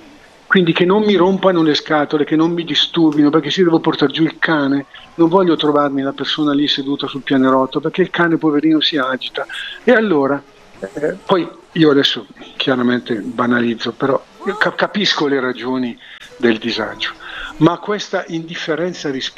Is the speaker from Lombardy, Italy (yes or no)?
yes; Milan, Lombardy, Italy; E non per niente io amo ricordare da milanese che qui a Milano, alla stazione centrale, al binario 21